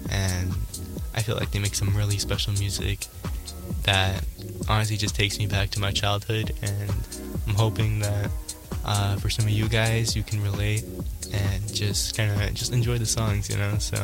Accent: United States; due to me being Mexican American, I grew up to a lot of like I guess like Spanish like rock songs due to my parents, you know.

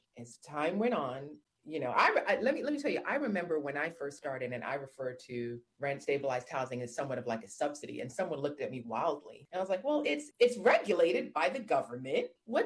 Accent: New York City, New York, United States; born or raised there

